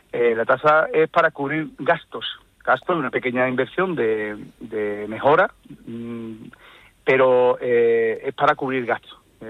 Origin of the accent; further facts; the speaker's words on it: Paterna de Rivera, Andalusia, Spain; cuando estaba de alcalde en mi pueblo, en Paterna